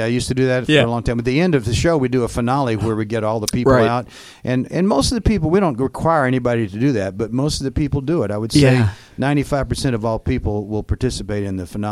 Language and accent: English; Dallas, Texas, United States; moved away as an adult; also born or lived in New York City / Los Angeles; now in West Virginia, United States; I was born and raised in Dallas. And I left when I was 18, though. I never went back after that.